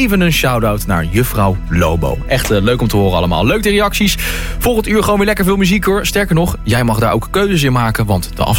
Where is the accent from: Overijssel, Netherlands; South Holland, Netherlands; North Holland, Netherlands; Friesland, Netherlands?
South Holland, Netherlands; Rotterdam; Ik ben opgegroeid in Ommoord ook.